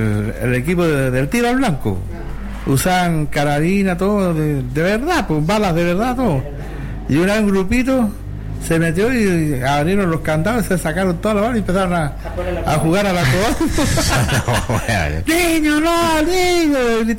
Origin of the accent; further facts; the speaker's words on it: Chile; nosotros nacimos, nos criamos en Pedro.